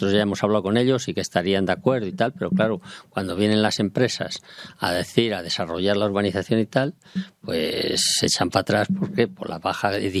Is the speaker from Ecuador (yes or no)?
no; El Escorial, Community of Madrid, Spain; yo a mí lo que me interesa es mi pueblo. Mi pueblo, el Escorial está parado también